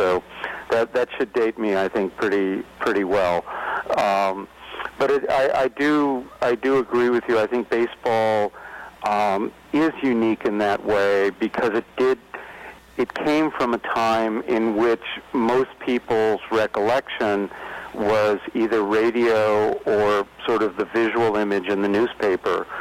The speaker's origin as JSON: {"language": "English", "region": "California", "country": "United States", "tie": "born or raised there", "said": "Even though I grew up in the Bay Area, my father was from Brooklyn"}